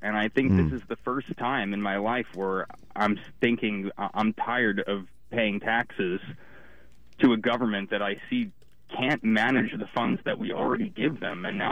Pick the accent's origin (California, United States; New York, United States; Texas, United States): New York, United States; New York City; moved away as an adult; now in Oregon, United States; I'm not a native Oregonian. I originally grew up in, I'm from New York City, and I've been living out here since 2012.